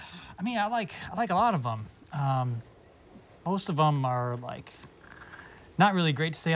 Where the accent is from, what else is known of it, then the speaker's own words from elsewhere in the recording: Houston, Texas, United States; I am from Houston.